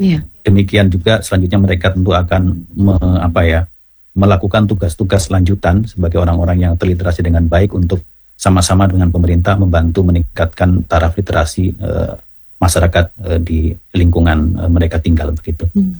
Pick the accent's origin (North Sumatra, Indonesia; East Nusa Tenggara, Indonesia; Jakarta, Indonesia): East Nusa Tenggara, Indonesia; kita semua sebagai warga NTT